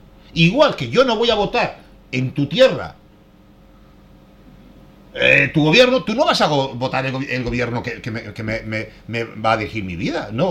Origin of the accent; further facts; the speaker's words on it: Spain; como aquí en España no los tiene, como los españoles ya conocemos y sabemos lo que es el tramposo y mentiroso y sátrapa este